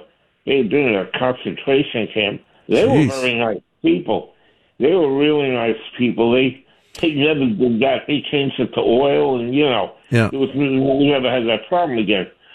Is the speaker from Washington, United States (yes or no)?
no; New York City, New York, United States; now in Providence, United States; I grew up in Brooklyn, but they had rent control. I live in a four flat, okay?